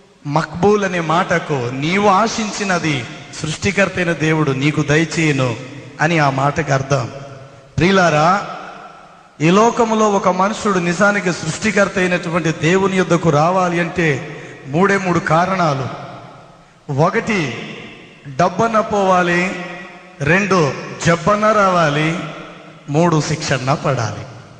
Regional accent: Rajahmundry, Andhra Pradesh, India; born or raised there

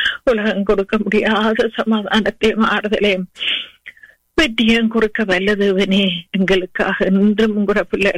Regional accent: Sri Lanka; moved away; நாங்க பிறந்து வளர்ந்த தேசத்துக்காக, அந்த சிறிய இலங்கை தீவுக்காக

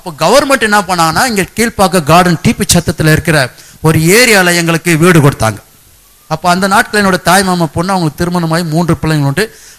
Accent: Chennai, Tamil Nadu, India; இங்க இருக்கிறதான அருகாமல, இங்க எல்லாம் அருகாமல், சிந்தாதிரிப்பட்டு என்ற ஊர்ல தான் நான் பிறந்து வளர்ந்தேன்.

